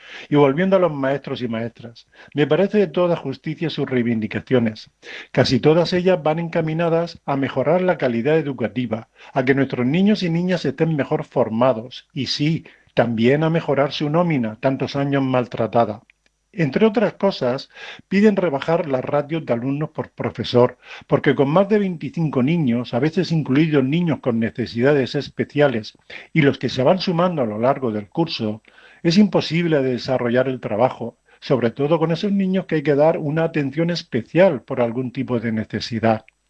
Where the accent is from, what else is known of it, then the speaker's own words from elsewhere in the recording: Cox, Valencian Community, Spain; en Cos, mi pueblo